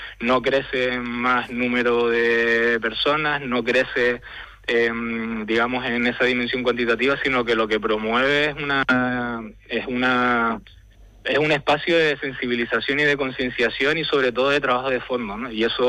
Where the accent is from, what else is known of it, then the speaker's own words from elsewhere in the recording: Tegueste, Canary Islands, Spain; Somos de Tegueste, estamos dentro de la reserva de la biosfera de Anaga